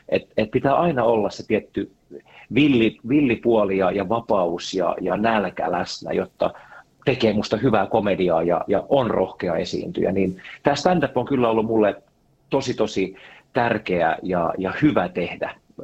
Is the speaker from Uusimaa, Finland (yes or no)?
yes; Siuntio, Uusimaa, Finland; joka on täällä Siuntiossa, omakotitalossa, mun niinku juurien kotikunnassa, täältä mä oon kotoisin.